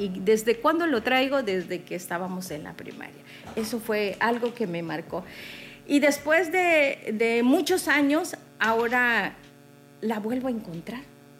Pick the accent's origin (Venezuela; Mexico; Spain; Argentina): Mexico; Palizada, Campeche; moved away; soy originaria de Empalizada